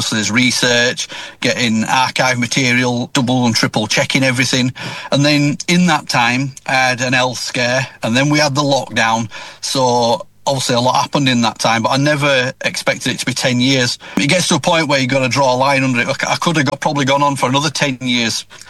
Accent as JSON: {"language": "English", "town": "Thornhill Lees", "region": "Yorkshire and the Humber", "country": "United Kingdom", "tie": "born there", "said": "I was born in Thornhill Lees, and there's a lot of history to do with Thornhill Lees, so that's what made me want to do about the area."}